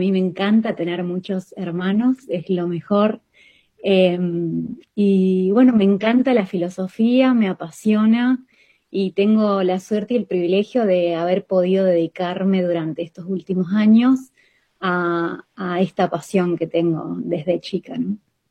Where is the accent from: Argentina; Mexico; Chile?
Argentina; also born or lived in Odense, Denmark; Luego regresaron a la Argentina y bueno, y crecí acá toda mi vida.